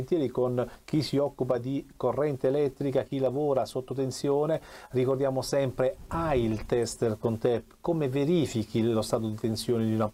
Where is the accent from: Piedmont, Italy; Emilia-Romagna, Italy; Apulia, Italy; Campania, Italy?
Apulia, Italy; Taranto